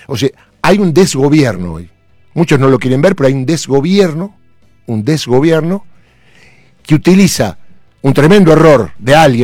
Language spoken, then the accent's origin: Spanish; Argentina; Nos criamos así en la Argentina.